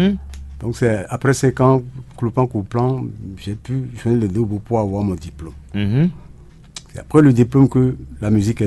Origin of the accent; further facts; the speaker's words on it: Savalou, Collines, Benin; Je suis originaire de Savalou.